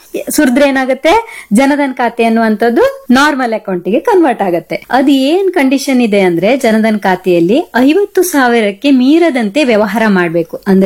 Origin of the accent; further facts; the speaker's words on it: Karnataka, India; ನಾವೆಲ್ಲ ಅಪ್ಪಟ ಕನ್ನಡಿಗರು ಅಲ್ವಾ ಅಪ್ಪಟ ಕನ್ನಡಿಗರು ನಾವು